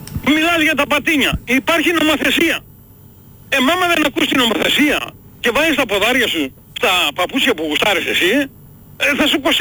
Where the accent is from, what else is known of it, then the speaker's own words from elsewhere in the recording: Greece; moved away; Εγώ είμαι 40 χρόνια φευγάζω έξω και έχω δικαίωμα να το μιλήσω. Αλλά είμαι Έλληνας, right?